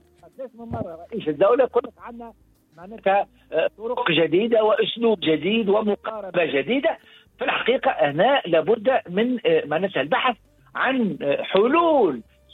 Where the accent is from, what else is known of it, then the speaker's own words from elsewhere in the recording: Tunisia; أنا كمواطن تونسي في النقابة التونسية البيولوجيين الخواص خرج بيان